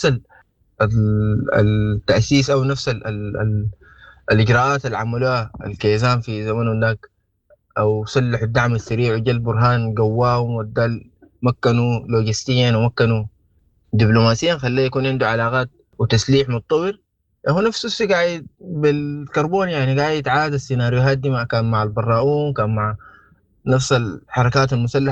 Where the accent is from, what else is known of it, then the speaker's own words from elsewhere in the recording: Sudan; يعني اي حوار نحن كسودانيين ممكن يحل لنا مشكلتنا